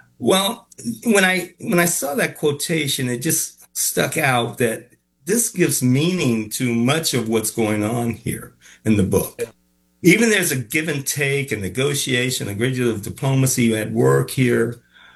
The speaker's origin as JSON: {"language": "English", "town": "Los Angeles", "region": "California", "country": "United States", "said": "I'm from Los Angeles"}